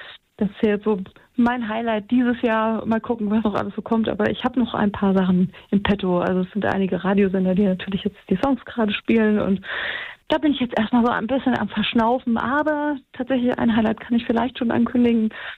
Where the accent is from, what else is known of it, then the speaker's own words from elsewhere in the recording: Frankfurt, Hesse, Germany; Also wir sind auch jetzt gerade hier Anfang Juli zum Beispiel unten in meiner alten Heimat in Frankfurt dann wieder zu einem Auftritt.